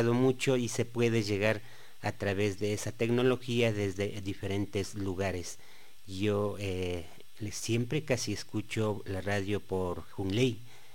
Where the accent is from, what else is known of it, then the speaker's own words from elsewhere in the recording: Cotopaxi, Ecuador; yo soy de Jilingua